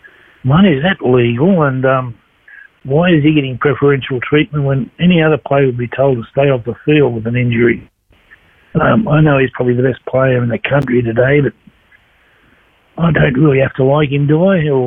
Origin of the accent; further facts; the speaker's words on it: Barrow, Queensland, Australia; Even if it's my hometown of Barrow is in Queensland.